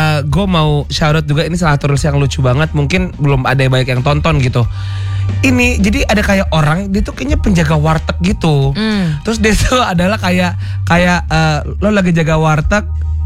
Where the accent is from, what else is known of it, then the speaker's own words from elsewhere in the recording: Indonesia; kita sebagai orang Indo